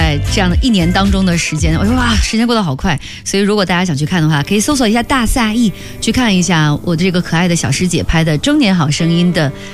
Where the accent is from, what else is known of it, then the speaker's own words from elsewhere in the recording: Beijing, China; 然后我是来自于北京的